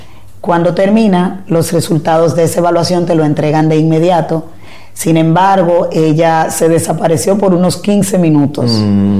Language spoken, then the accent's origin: Spanish; La Romana, Dominican Republic; Actualmente aquí crecí, aquí ya he desarrollado toda mi vida.